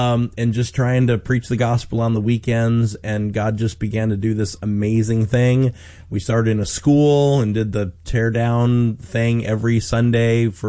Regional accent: Chicago, Illinois, United States; moved away; I'm from the Chicago area originally, and so grew up in the church, raised in the church, raised by a single mom

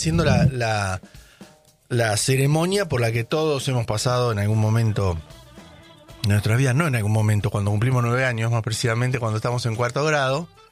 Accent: Argentina

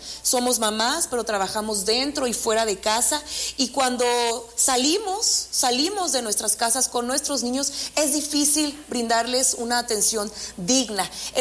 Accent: Mexico

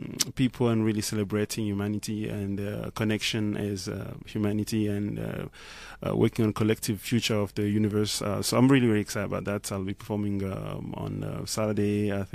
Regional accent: Goma, North Kivu, DR Congo; I'm named after my hometown

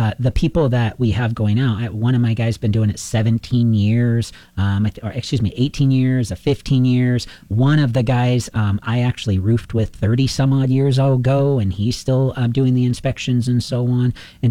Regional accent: Portugal; moved away; I was gone for 3 weeks on that trip to Portugal and see my hometown there.

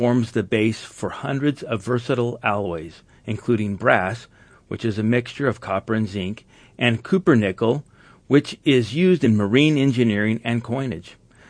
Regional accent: Arizona, United States; born there

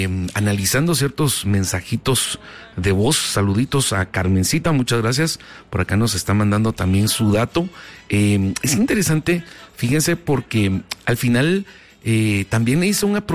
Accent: Guatemala; nosotros como chapines

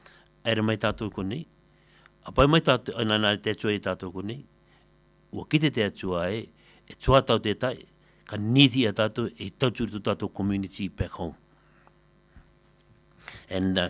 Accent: Cook Islands; born there; moved away; I'm a Australian citizen, I'm a New Zealand citizen. Place of birth, Cook Island.

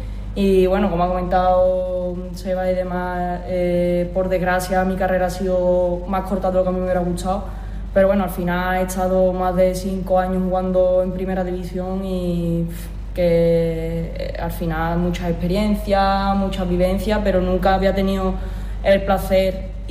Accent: Morón de la Frontera, Andalusia, Spain; como disfruté yo en mis inicios aquí en Morón

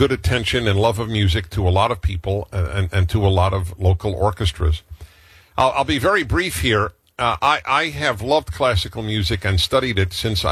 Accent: New York City, New York, United States; I grew up in New York City.

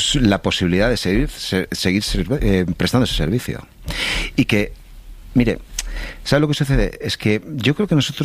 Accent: San Sebastián, Basque Country, Spain

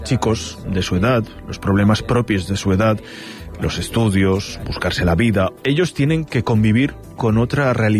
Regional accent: Gambia; now in Spain; soy de Gambia.

